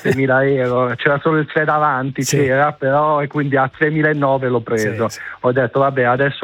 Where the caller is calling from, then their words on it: Bologna, Emilia-Romagna, Italy; io sono di Bologna